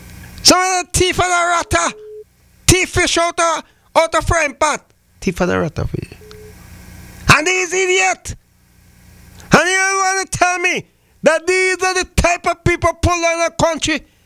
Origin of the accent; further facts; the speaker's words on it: St. Vincent & Grenadines; now in Antigua and Barbuda; my hometown, St. Vincent and the Grenadines